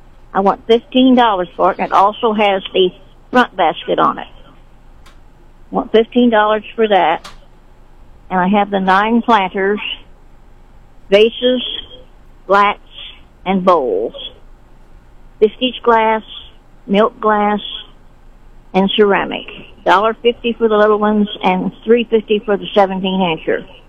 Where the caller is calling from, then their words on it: Sedalia, Missouri, United States; I'm calling from Sedalia.